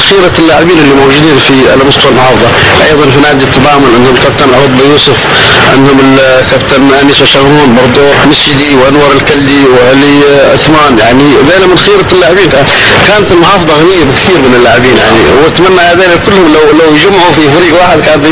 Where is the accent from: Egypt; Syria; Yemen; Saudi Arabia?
Yemen; Hadhramaut; نحن مننا 10 من حضرموت